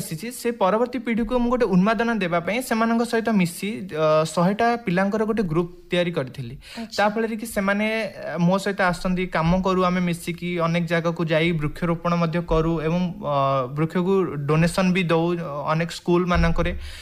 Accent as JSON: {"language": "Odia", "town": "Indipur", "region": "Odisha", "country": "India", "tie": "born or raised there", "said": "ଦେଖନ୍ତୁ, ମୁଁ ଗୋଟେ ଛୋଟ ଗାଁରୁ ଆସିଛି, ଡେଲାଙ୍ଗର ଇନ୍ଦିପୁର ଗ୍ରାମରୁ ଆସିଛି। ତେଣୁ ଯେହେତୁ ମୁଁ କହିଛି ମୋ ସାଙ୍ଗସାଥିମାନଙ୍କଠୁ ମିଶିବା ଦିନରୁ, ମୋ ପିଲାବେଳୁ ଗଛ ପ୍ରତି ଗୋଟେ ବହୁତ ଭଲ ପାଇବା ଥାଏ।"}